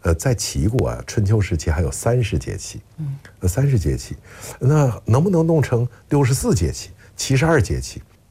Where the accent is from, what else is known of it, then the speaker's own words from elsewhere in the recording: Northeast China, China; 我是东北人，我老家东北，